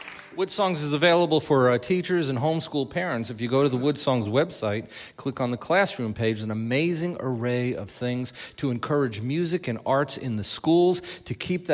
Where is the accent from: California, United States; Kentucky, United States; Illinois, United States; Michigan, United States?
Kentucky, United States; Lexington; Welcome, everybody, to the beautiful Lyric Theatre in our hometown of Lexington, Kentucky.